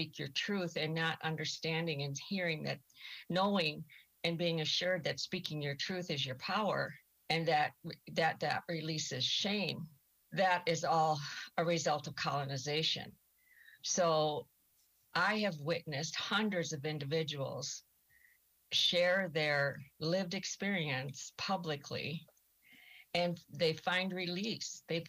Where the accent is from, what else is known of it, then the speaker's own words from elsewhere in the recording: South Dakota, United States; I am from the Sichangu Lakota from the Rosebud Reservation in South Dakota.